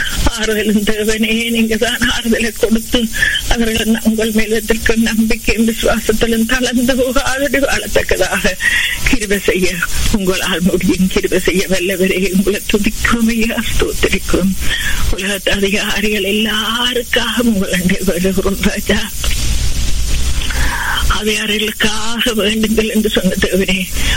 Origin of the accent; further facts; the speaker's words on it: Sri Lanka; என்ன நாங்க பிறந்து வளர்ந்த தேசமாக இலங்கை தேசத்துக்காக அந்த அழகிய தீவுக்காக உங்களை வருகிறோம்.